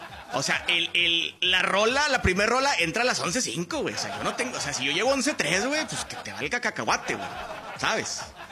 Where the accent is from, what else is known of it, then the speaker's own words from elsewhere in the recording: Mexico; Somos buenos los mexas.